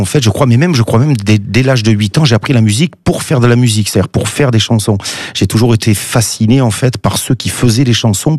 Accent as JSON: {"language": "French", "town": "Marseille", "region": "Provence-Alpes-Côte d'Azur", "country": "France", "tie": "born or raised there", "moved": "as an adult", "lives_now": "Ardèche, France", "said": "Non, je suis pas né en Ardèche, je suis né à Marseille."}